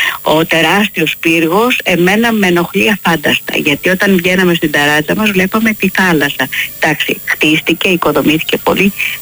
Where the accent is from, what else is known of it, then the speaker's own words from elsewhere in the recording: Argyroupoli, Attica, Greece; moved away; Ο μπάς μου ο συγχωρεμένος μας είχε κάνει σπίτι στην Αργυρούπολη. Το πατρικό μου είναι στην Αργυρούπολη. Βέβαια η Αργυρούπολη, επειδή έχω ζήσει από παιδάκια και όταν ήταν χωράφια ακόμη.